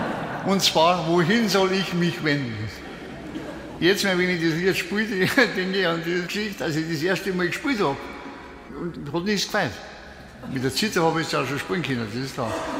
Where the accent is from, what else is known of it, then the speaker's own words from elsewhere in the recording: Tyrol, Austria; Ich selber stamme auch aus dem Tirolischen.